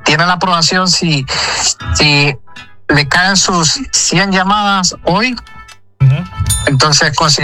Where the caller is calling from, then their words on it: Honduras; Desde Honduras y siempre dentro del anonimato. Bueno, pero desde Honduras.